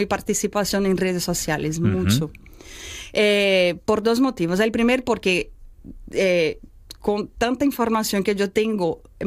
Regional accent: Brazil; now in Galicia, Spain

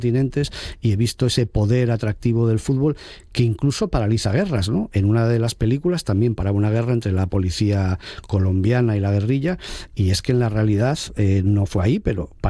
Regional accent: Asturias, Spain; Yo soy asturiano, además he estado en los dos clubs

